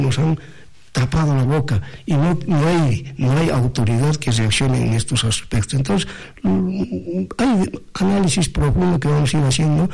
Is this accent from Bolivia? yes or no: yes; Bolivia; Muy costumbristas somos los bolivianos particularmente.